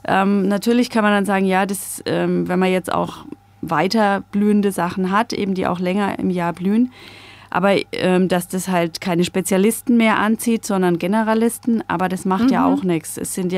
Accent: Bavaria, Germany; ich könnte auch rot-weiß sagen, ne? Dann sind meine Franken.

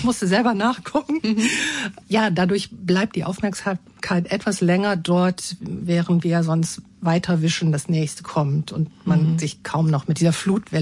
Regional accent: West Germany, Germany; weil ich komme aus dem Westen und habe diese Assoziation zunächst nicht so gehabt. Wenn man da nicht mit aufwächst

